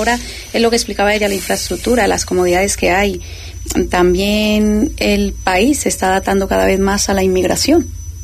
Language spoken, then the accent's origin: Spanish; Colombia; now in Ceuta, Spain; la gente me pregunta, ¿pero tú de dónde eres? Ah, pues de Colombia, pero llevas muy poco tiempo aquí. Y cuando tú les dices, no, es que llevo 24 años aquí